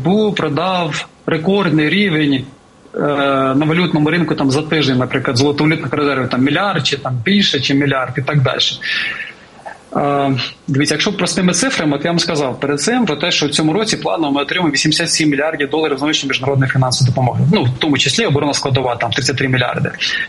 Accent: Cherkasy Oblast, Ukraine; І я родом із Черкащини

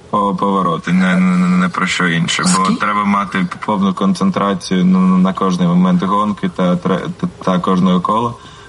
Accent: Kyiv, Ukraine; born there; Я народився в Києві

